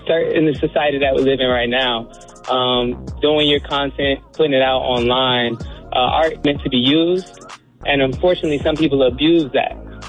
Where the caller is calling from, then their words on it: Morrow, Georgia, United States; I'm calling from Clayton County, Georgia, Morrow, Georgia.